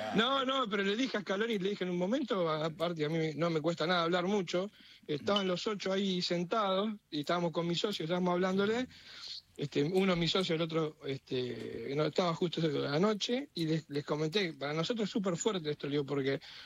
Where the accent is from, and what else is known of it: Uruguay; now in Argentina